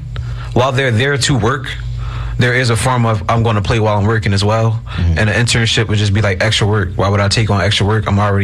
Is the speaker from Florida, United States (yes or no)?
no; Philadelphia, Pennsylvania, United States; I'm currently 24 years old. I'm from North Philadelphia.